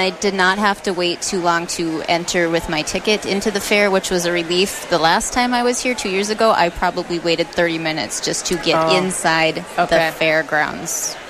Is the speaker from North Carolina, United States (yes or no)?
no; Spicer, Minnesota, United States; my hometown of Spicer.